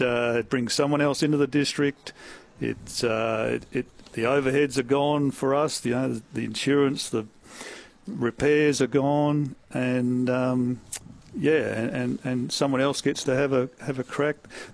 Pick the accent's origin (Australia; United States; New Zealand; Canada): Australia; Dalwallinu, Western Australia; I was born in Del Wallinu